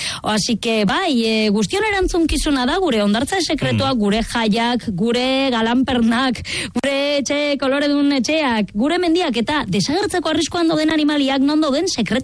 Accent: Bilbao, Basque Country, Spain; ez zaitez etorri ze Iralakoak gara super gaiztoak

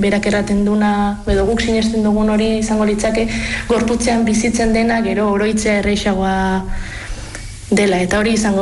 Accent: Lesaka, Navarre, Spain; moved away; nik orain lesakara bueltatzen naizenean

